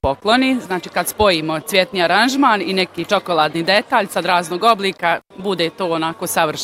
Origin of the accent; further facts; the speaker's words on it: Doboj, Republika Srpska, Bosnia & Herzegovina; Ja sam iz Doboja, dolazim iz Doboja, znači … imam svoj cvjećaru i poklon shop